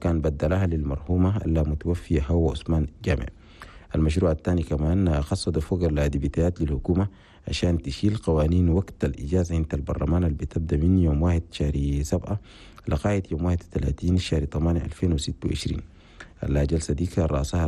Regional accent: Chad; بلدنا تشاد

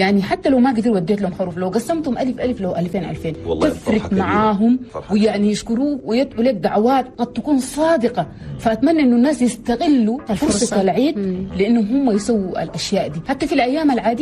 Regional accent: Chad; دائما نتفكر الجانب الإيجابي لنا نحن كمجتمع تشادي

